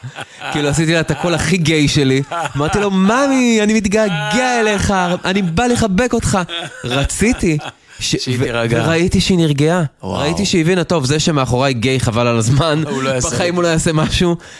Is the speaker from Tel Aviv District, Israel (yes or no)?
no; Afula, Northern District, Israel; אני גדלתי באפולה